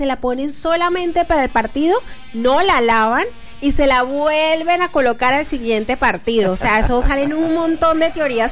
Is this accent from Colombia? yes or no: yes; Colombia; nosotros como colombianos nos encanta la emoción.